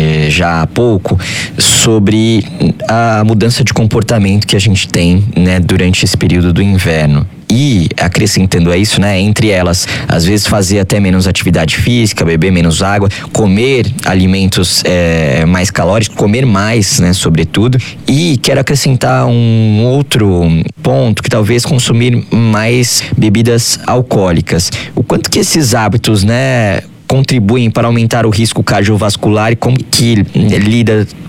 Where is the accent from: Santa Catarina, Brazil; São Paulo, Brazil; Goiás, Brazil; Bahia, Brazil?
São Paulo, Brazil; now in Rio de Janeiro, Brazil; E eu tô no Rio de Janeiro, mas venho de São Paulo